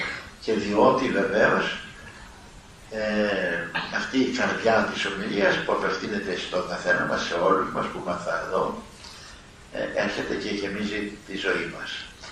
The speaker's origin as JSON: {"language": "Greek", "region": "Peloponnese", "country": "Greece", "tie": "born or raised there", "said": "Και όπως λένε στην πατρίδα μου, την Πελοπόννησο που ήμουν μικρό παιδί, όταν λένε Χριστός Ανέστη, αληθώς Ανέστη, σωτηρία τα άκουγα από τις μεγάλες και ιδίως τις γυναίκες, αλλά και τους άντρες."}